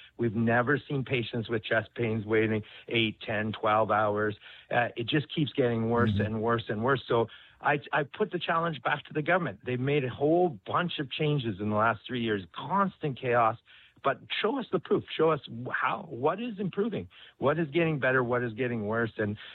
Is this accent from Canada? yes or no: yes; Alberta, Canada; I'm a Canadian. I'm an Albertan.